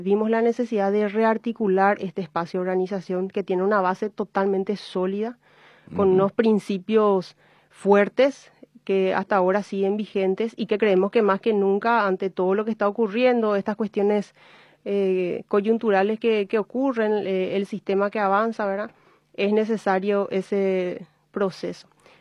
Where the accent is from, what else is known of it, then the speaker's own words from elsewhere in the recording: Misiones, Paraguay; Nosotros en Misiones, yo soy de Misiones, ¿verdad? … uno de los fundadores de las Ligas Agrarias Cristianas